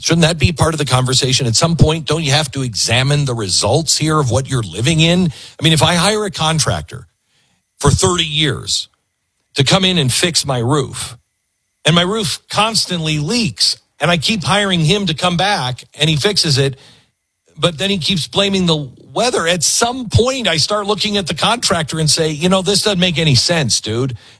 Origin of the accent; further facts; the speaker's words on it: Mount Vernon, Washington, United States; I grew up on the West Coast. I grew up in, don't hold this against me, I grew up in the Seattle area, Mount Vernon, Washington, a little teeny town north of Seattle.